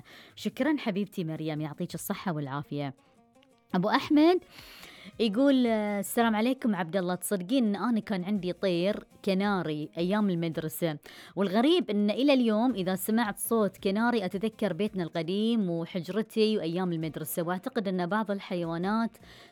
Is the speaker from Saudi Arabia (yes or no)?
no; Bahrain; لأشخاص عندنا في البحرين